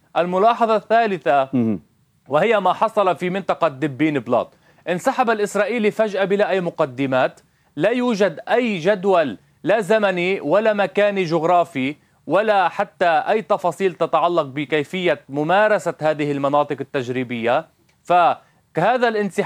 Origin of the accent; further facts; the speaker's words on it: Lebanon; نحن نريد كلبنانيين أن نفاوض عن نفسنا